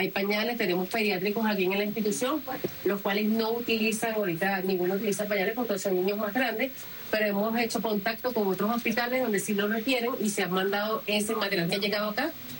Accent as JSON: {"language": "Spanish", "region": "La Guaira", "country": "Venezuela", "said": "nuestro pueblo de La Guaira"}